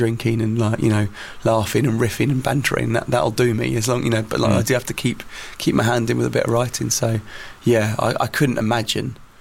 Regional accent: England, United Kingdom; now in Bungay, United Kingdom; I think I'm English.

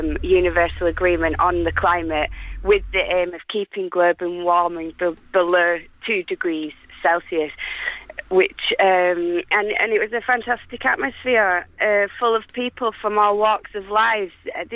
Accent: Yorkshire and the Humber, United Kingdom; It was sideways rain, but I'm from Yorkshire, so we're all totally used to that.

